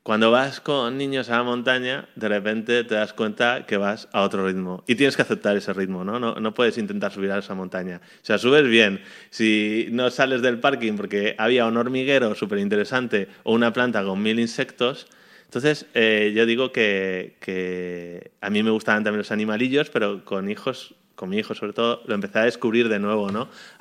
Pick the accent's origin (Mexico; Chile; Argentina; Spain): Spain; Madrid, Community of Madrid; now in Germany; cuando me fui a Alemania, o sea, yo soy de Madrid, en Madrid, bueno, en Jerez, porque tengo muchos amigos de Jerez, porque mi familia es de allí